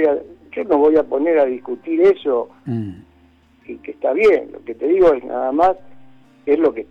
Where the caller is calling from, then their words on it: Boulogne, Buenos Aires Province, Argentina; de Boulogne.